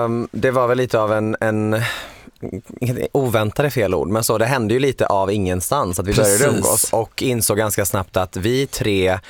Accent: Borås, Västra Götaland County, Sweden; now in Stockholm, Sweden; jag är ju från Borås till exempel

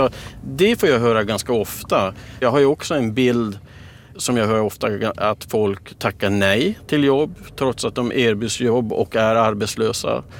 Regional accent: Kiruna, Norrbotten County, Sweden; Jag är ju född och uppvuxen i Kiruna.

